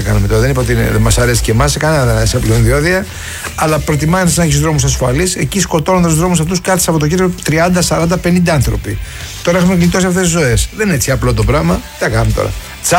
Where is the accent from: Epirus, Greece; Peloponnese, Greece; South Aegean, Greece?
Peloponnese, Greece; Kalamata; πληρώνω για να πάω στο χωριό μου στην Καλαμάτα